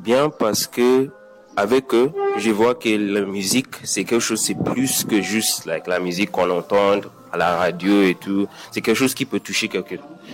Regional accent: Nigeria; je suis Nigérian

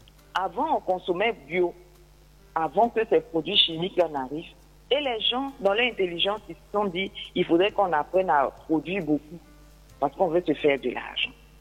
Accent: Côte d’Ivoire; comme on pourrait le dire chez nous en Côte d'Ivoire.

